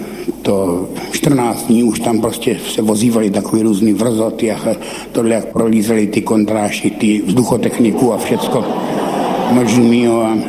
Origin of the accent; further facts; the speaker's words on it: Ivančice, South Moravian Region, Czechia; Měl kliku, že já jsem nevěděl, co to je. U nás v Ivančících se nic takového nevyskytovalo.